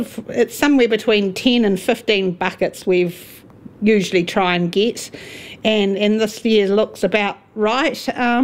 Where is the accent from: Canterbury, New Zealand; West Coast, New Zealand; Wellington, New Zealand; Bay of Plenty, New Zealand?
Wellington, New Zealand; I was originally from the Wairarapa, but didn't actually ever think that we would be back here, but here we are.